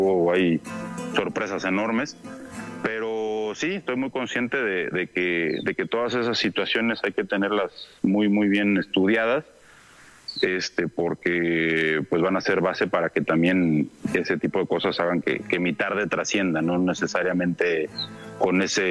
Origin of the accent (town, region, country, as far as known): San Luis Potosí, Mexico